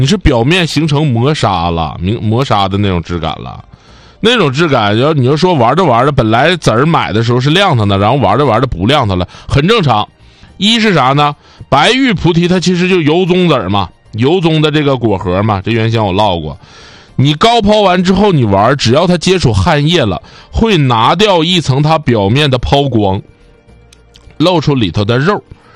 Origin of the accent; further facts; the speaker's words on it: Northeast China, China; accent: Northeastern Mandarin (Dongbei); 我们东北话呢，尤其黑龙江那头，